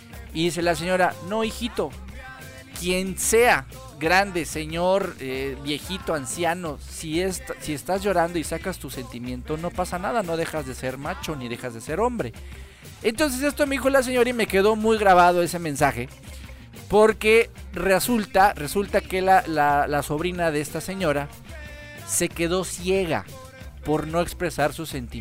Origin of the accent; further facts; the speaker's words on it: Mexico; Y siempre, pues como buenos mexicanos, lo decimos todo a la mera hora.